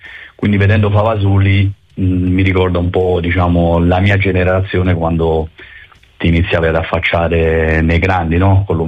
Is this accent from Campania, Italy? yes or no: yes; Naples, Campania, Italy